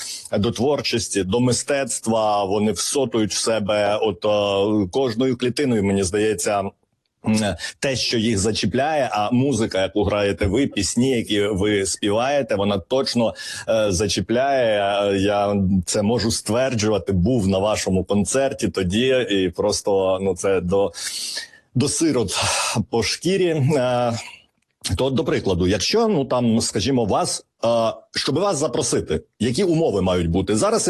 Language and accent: Ukrainian; Volyn Oblast, Ukraine; moved away; ви стартуєте з моєї рідної Волині, з Володимира, з Луцька. Це моя мала батьківщина.